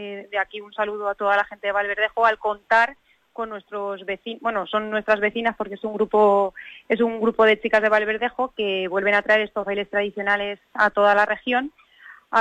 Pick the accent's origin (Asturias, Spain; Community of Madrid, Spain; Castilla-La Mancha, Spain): Castilla-La Mancha, Spain; Gabaldón; Bueno, ¿qué te voy a decir yo de mi pueblo, Carolina? Gabaldón somos todos en una, somos un pueblo muy unido